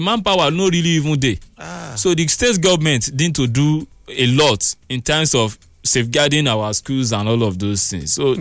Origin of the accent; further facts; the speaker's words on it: Nigeria